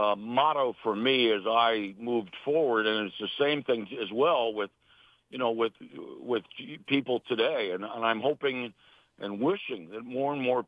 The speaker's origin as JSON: {"language": "English", "town": "Rochester", "region": "New York", "country": "United States", "said": "And what I did was, because I was from Rochester, my brother's team wore pinstripes."}